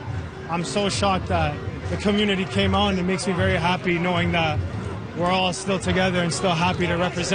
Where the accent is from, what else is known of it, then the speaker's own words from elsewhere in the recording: Toronto, Ontario, Canada; born there; now in Brampton, Canada; yeah. I was born in Toronto, but my parents came from Iraq. I was personally born here. I live in Brampton, but I'm supporting the Iraq culture for my family.